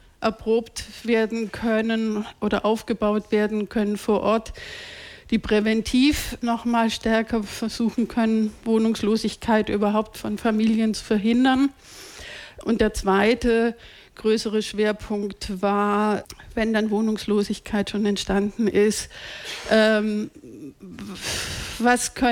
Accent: Freiburg im Breisgau, Baden-Württemberg, Germany; ich komme aus Freiburg im Breisgau, also am südlichsten, schönsten Zipfel

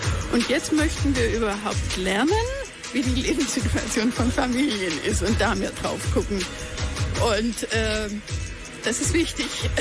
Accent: Baden-Württemberg, Germany; In Baden-Württemberg, wo ich herkomme, ist das eigentlich hat das eigentlich jede Schule mittlerweile, die Schulsozialarbeit

